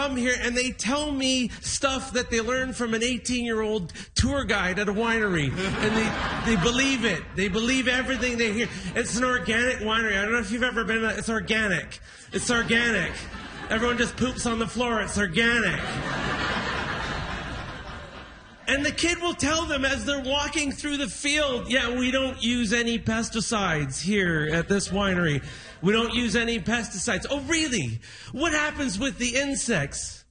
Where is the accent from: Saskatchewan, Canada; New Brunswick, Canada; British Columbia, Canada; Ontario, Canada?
Ontario, Canada; Niagara-on-the-Lake; Thank you, Niagara on the Lake, my hometown.